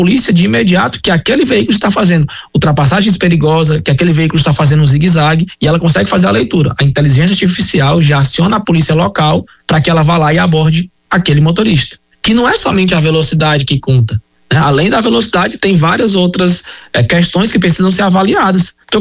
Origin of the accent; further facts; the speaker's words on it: Fortaleza, Ceará, Brazil; Eu vou falar aqui, eu sou natural de Fortaleza, tá?